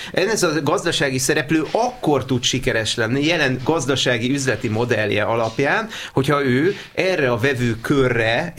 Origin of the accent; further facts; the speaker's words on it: Budapest, Hungary; sétálok a utcákon, ahol felnőttem, szülőkerületemben